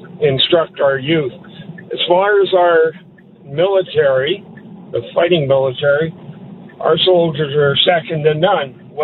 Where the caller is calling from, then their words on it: Canada